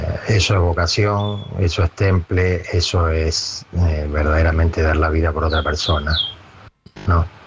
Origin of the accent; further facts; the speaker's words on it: Rosario, Santa Fe, Argentina; moved away as an adult; now in Almería, Spain; el rosarino que está aquí en Almería, en España.